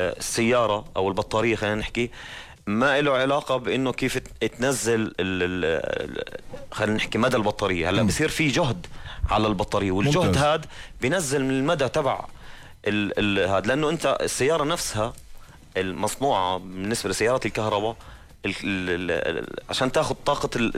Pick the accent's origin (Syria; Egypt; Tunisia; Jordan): Jordan